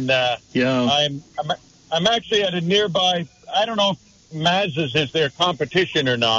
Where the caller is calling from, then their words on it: Lowell, United States; I'm from Lowell, but right now I'm rolling through Colchester.